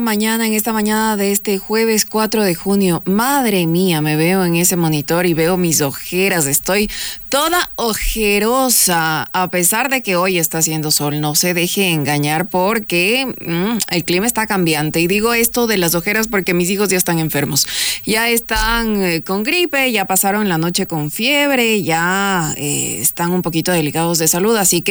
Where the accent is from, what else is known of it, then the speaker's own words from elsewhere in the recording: Ecuador; pendiente de lo que pasa en Ecuador, en nuestra provincia, en nuestra capital, en nuestro país.